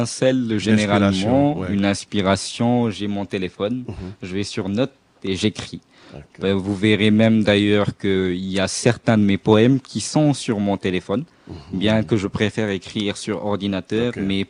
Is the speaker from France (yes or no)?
no; Senegal; je parle du Sénégal, qui est ma patrie, bien sûr.